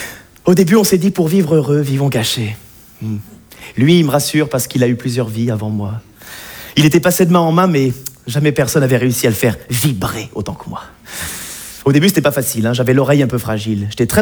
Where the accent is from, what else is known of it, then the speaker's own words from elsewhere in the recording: Auvergne-Rhône-Alpes, France; ça me rappelle un peu ma région natale. J'arrive d'Auvergne. Oui. Oh, l'Auvergne, c'est magnifique. C'est montagne, c'est campagne, c'est volcan